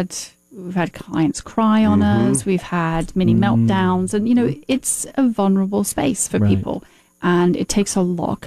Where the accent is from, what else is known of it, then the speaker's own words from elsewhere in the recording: United Kingdom; I'm British.